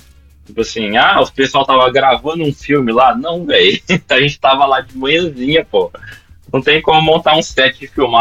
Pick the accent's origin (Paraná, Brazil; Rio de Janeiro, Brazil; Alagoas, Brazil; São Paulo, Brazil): Paraná, Brazil; Itapejara d'Oeste; Eu sou de Itapejara, tá?